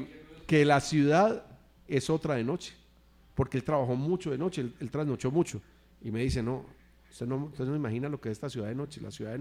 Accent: Pereira, Risaralda, Colombia; born there; also born or lived in Bogotá; yo viví algunos años en Bogotá, yo nací aquí en Pereira, voy a cumplir 56 años. Viví como 10 años entre idas y venidas a Bogotá.

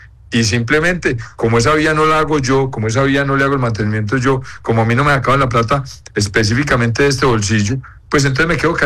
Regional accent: Eje Cafetero, Colombia; como colombiano, y menos como como miembro de la sociedad del Eje Cafetero

